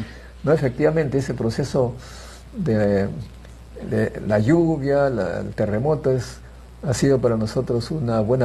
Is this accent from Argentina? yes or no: no; Salpo, La Libertad, Peru; moved away; en Salpo, mi pueblo